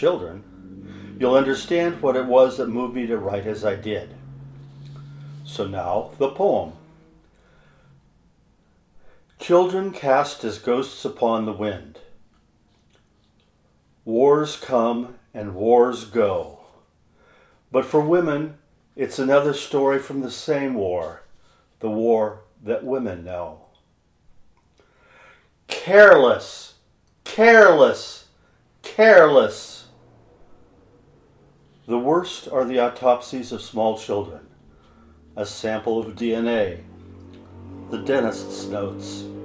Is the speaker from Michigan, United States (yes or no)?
no; Cottage Grove, Oregon, United States; I am a writer from Cottage Grove, Oregon.